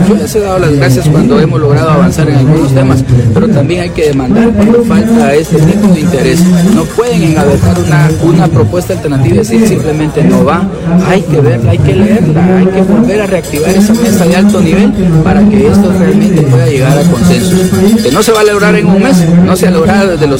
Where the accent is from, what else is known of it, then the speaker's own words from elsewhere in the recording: Guatemala; todos somos guatemaltecos